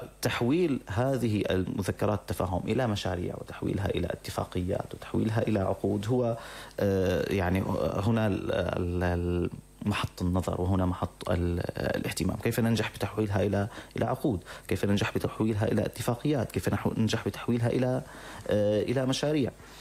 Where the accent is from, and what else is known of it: Syria